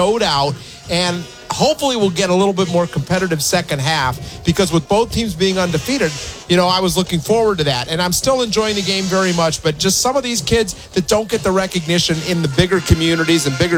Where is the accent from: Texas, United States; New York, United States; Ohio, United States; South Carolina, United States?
Ohio, United States; Canton; I grew up in Canton